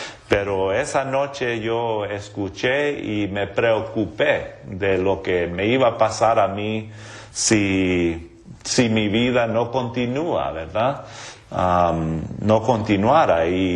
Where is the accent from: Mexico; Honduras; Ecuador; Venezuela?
Honduras; Spanish is a second language; now in United States; Sí, bueno, yo me crecí en Honduras, Centroamérica, y por eso sé un poquito de español.